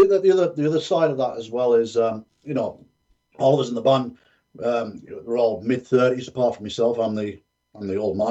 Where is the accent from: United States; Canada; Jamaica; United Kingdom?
United Kingdom; As a Brit